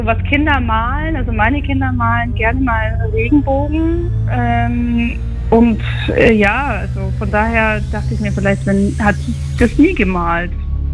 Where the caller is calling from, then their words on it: Königsbrunn, Bavaria, Germany; Aus Königsbrunn.